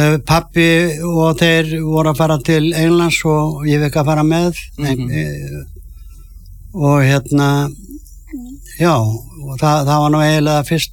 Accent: Siglufjörður, Northeastern Region, Iceland; born there; ég var á Siglufirði og bara ungu strákur

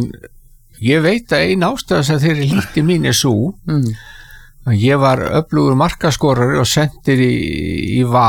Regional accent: Reykjavík, Capital Region, Iceland; Ég alinn upp í Skaftahlíðinni sem mitt á milli þessa gamla framvallar og valsvallarins undir ösku hlíðinni.

